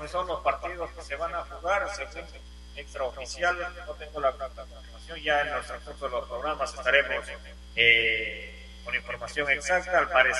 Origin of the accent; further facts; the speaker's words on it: San Martín, Peru; lo orgulloso de nuestra provincia de Rioja, como riojanos que somos nosotros